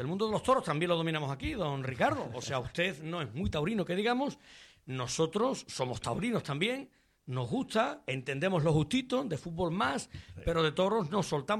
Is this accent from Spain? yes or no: yes; Niebla, Andalusia, Spain; hay burros en mi pueblo, en la Feria de Todos los Santos de Niebla, en mi pueblo